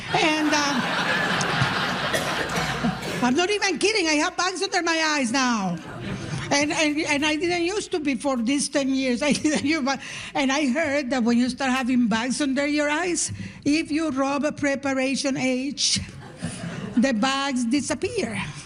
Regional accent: Nicaragua; now in Canada; Because I'm from Nicaragua and we always feared an American invasion. I live with that fear. And for years I was here in Canada, not fearing an American invasion.

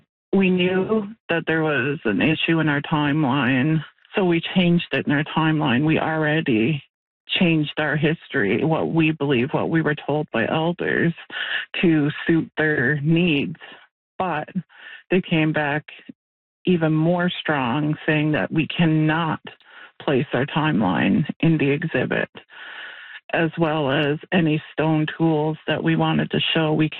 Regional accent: Natuashish, Newfoundland and Labrador, Canada; since I grew up in Nutchimeet, the timeline that all Innu people know, that we were here since the time of immemorial

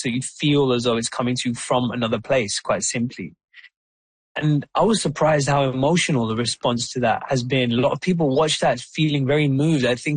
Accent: Wembley, London, United Kingdom; I was like, this is exactly like growing up in Wembley.

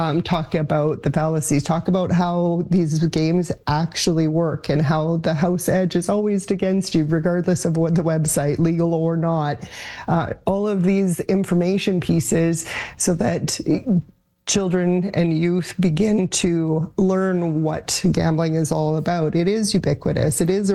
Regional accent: Alberta, Canada; I was born and raised in Alberta, and I remember watching games and whatnot

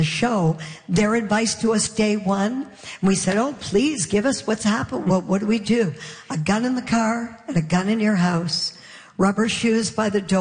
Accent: Canada; I'm Canadian.

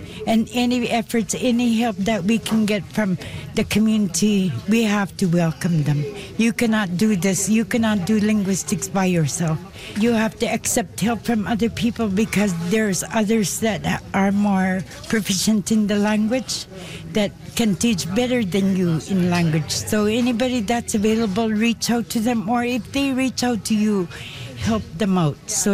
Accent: Arctic Bay, Nunavut, Canada; English is a second language; I'm from Arctic Bay, Nunavut.

